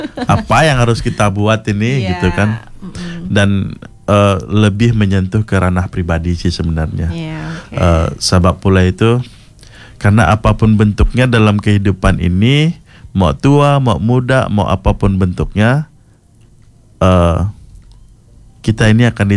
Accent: Kalimantan, Indonesia; tapi saya sebagai orang Dayak, putra Dayak, aku pengen nunjukin kalau putra Dayak juga punya potensi yang sama dengan orang-orang di luar sana.

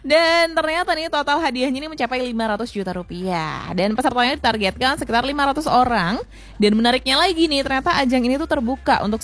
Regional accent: Pekanbaru, Riau, Indonesia; Tapi ya kalau kita orang Pekanbaru kayaknya harus ini ya

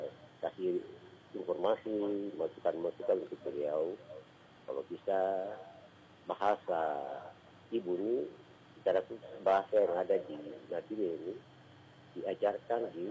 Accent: Manokwari, West Papua, Indonesia; moved away as an adult; now in Nabire, Indonesia; Lahir di sana, besar di sana, sekolah di sana.

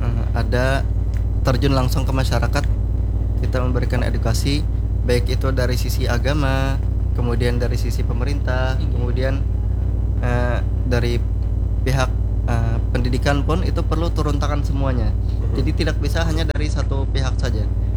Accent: South Kalimantan, Indonesia; Termasuk dikaitkan dengan nilai tadi Mbak Iman, Bu Untung, Batuah, kita orang Banjar lah.

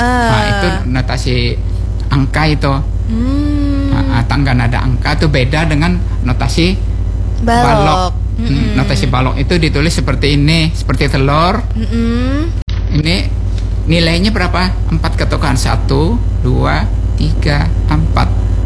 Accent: South Kalimantan, Indonesia

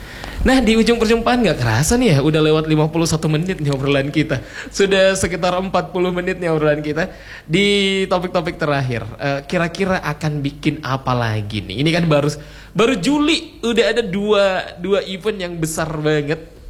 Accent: South Sulawesi, Indonesia; dekat kampung saya itu. Iya, saya masih luwu juga.

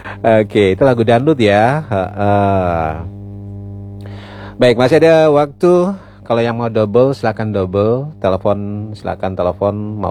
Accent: Ambon, Maluku, Indonesia; kita orang Ambon sendiri, orang Maluku sendiri

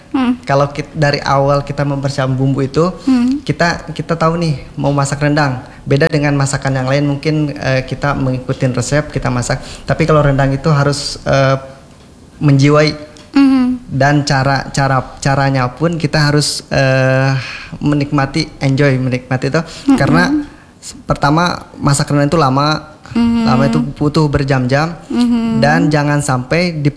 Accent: West Java, Indonesia; Kalau saya sendiri dari Jawa Barat.

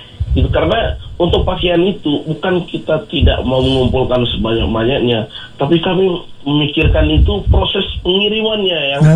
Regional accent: East Nusa Tenggara, Indonesia

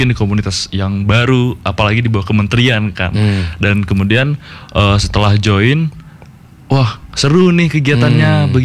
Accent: Riau, Indonesia; moved away as an adult; now in Bandung, Indonesia; Saya lahir di Riau.

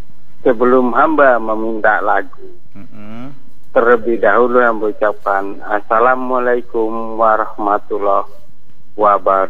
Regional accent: Indonesia; Ya saya kampung halamannya ya di Sente sini lagi.

